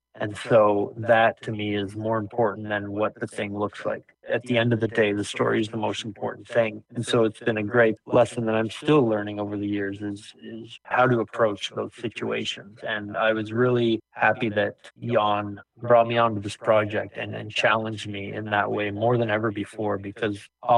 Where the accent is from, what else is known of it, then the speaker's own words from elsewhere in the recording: Ontario, Canada; born there; shooting in the country again, not too far from my hometown, and seeing, you know, a younger generation of kids who grew up like me